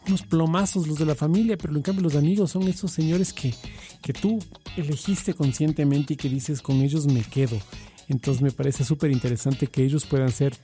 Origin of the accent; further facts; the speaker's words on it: Ecuador; now in Germany; Bueno, si estoy en Alemania y soy ecuatoriano, tal vez hay que volver a mis raíces